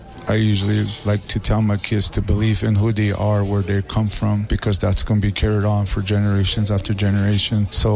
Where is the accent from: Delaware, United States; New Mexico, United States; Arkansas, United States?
New Mexico, United States; Acoma Pueblo; I'm from Acoma Pueblo.